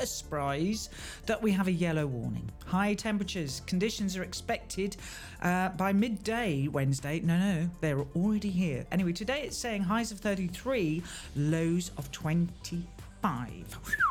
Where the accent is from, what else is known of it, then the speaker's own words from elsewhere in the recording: Old Windsor, South East England, United Kingdom; moved away; Let's check out my hometown. Not Escap there, the one before. Ola Windsor.